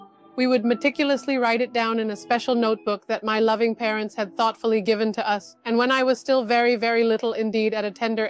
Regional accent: South India, India; now in Barcelona, Spain; And we are from India. We currently live here in the beautiful city of Barcelona now with our 6 wonderful children.

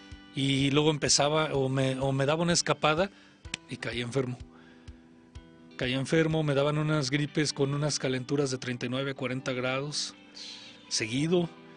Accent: Michoacán, Mexico; y luego de donde yo soy, pues sí estaba bien grueso, porque entré a una escuela donde ya había chavos de 13 años. En Michoacán, ¿verdad? En Michoacán.

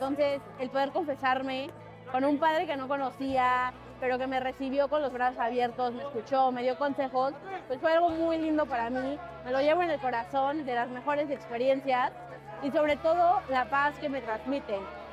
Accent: Mexico City, Mexico; vengo de la Ciudad de México. Es mi primera vez aquí en Medjugorje.

